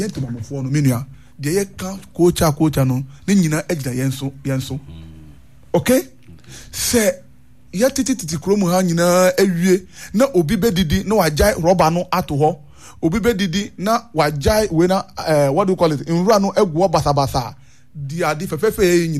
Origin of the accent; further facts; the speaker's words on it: Ghana; a bit my hand here as a Ghanaian.